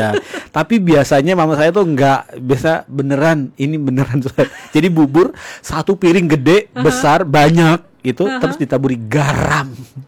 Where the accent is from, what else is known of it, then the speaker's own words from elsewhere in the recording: Flores, East Nusa Tenggara, Indonesia; moved away; karena di daerah saya awal di Flores